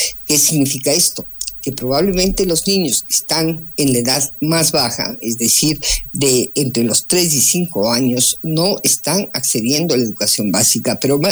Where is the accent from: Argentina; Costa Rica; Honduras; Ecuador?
Ecuador